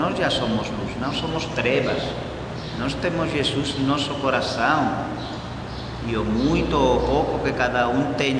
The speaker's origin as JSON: {"language": "Portuguese", "country": "Spain", "second_language": "Portuguese", "moved": "yes", "said": "O Papa Leão está visitando minha terra, está na Espanha agora"}